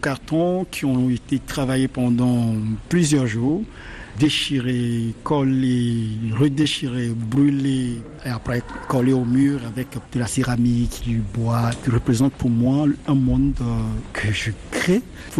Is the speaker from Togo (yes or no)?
yes; Togo; also born or lived in Abidjan, Côte d'Ivoire; now in France; Mais oui, je viens du Togo.